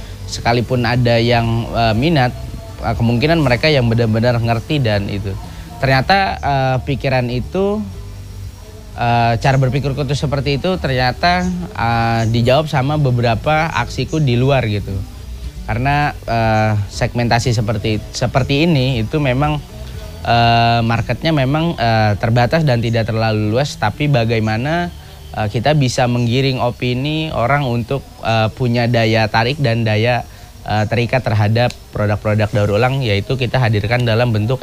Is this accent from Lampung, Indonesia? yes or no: no; Bantar Gebang, West Java, Indonesia; born there; Kita sudah terlanjur lahir di Bantar Gebang dan kita sudah terlanjur diwariskan gunung sampah sebesar ini.